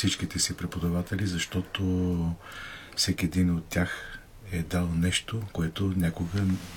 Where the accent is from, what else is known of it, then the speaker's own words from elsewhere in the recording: Blagoevgrad, Blagoevgrad Province, Bulgaria; Аз съм от Благоевград